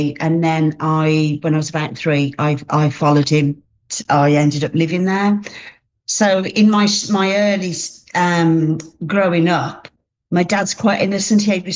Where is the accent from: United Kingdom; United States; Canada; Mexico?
United Kingdom; Walsall, West Midlands; accent: Black Country; now in Hednesford, United Kingdom; So I grew up in Warsaw, which is very much sort of the middle of the Black Country.